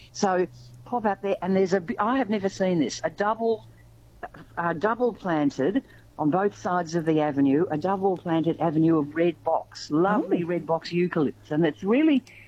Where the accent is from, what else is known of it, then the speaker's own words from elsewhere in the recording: Melbourne, Victoria, Australia; I'm from Melbourne